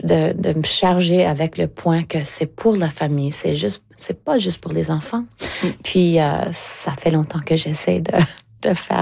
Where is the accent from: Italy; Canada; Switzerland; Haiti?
Canada; Eastern Canada; il y a tellement une liberté d'en parler parce que je viens de l'Est du Canada.